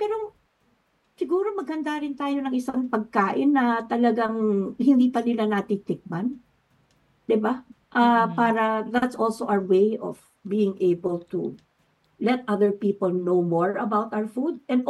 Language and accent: Tagalog; Luzon, Philippines; Napakaganda nating tao at hindi tayo maganda lang kasi taga Luzon ako